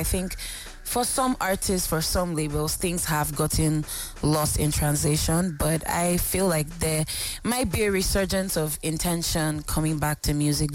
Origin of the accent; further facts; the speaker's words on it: Lagos, Nigeria; When we used to go from Navy Town to Apapa, where my school was, and we'd pass through Ajigunle.